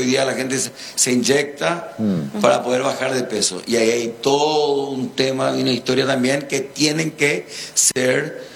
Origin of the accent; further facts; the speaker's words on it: San Bernardino, Cordillera, Paraguay; yo soy de San Bernardino, así que la ciudad más linda de Paraguay.